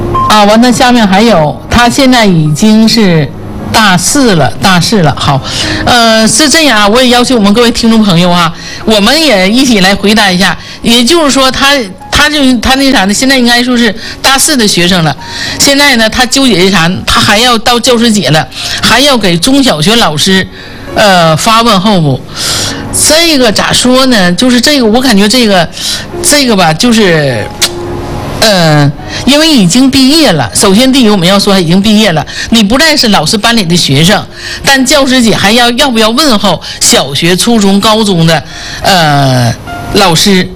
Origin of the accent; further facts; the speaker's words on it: China; 因为我们中国人就是尊师重教